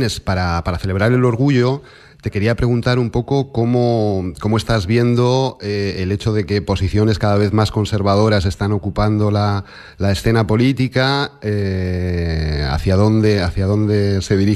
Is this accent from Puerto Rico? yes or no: no; Logroño, La Rioja, Spain; Estuviste en Logroño, en mi pueblo, hace poco, ¿no?